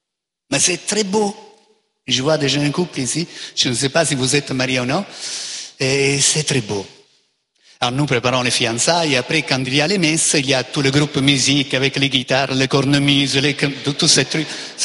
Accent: Italy; moved away; l'Italie, mon pays d'origine

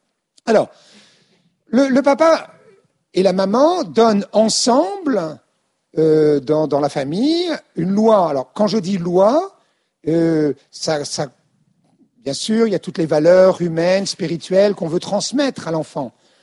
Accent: Quimper, Brittany, France; born there; moi j'étais en Bretagne quand j'étais enfant, donc à Quimper, Finistère

